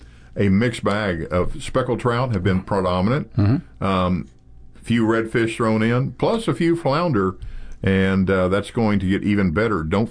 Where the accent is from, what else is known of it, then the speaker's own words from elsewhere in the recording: Galveston, Texas, United States; Some of the old places that I grew up with on Galveston Island, like around Murdoch's on Galveston Island.